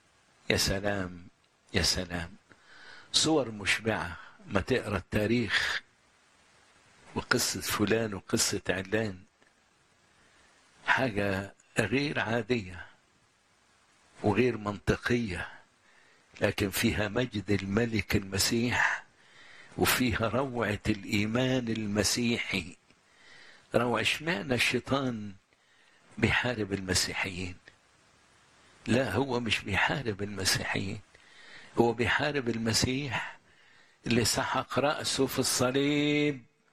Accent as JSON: {"language": "Arabic", "country": "Egypt", "said": "بلادنا مصر"}